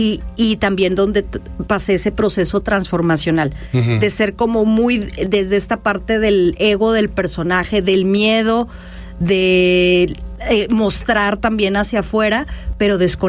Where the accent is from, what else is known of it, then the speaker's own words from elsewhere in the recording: Orizaba, Veracruz, Mexico; now in Mexico City, Mexico; yo soy de Orizaba, Veracruz, nací en Orizaba, Veracruz, pero bueno, ya llevo muchos años viviendo en Ciudad de México